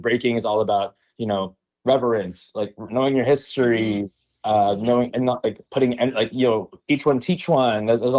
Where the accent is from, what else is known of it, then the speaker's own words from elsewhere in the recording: Philippines; So I got into breaking, of course, because I'm Filipino and that's what you do as a young Filipino boy.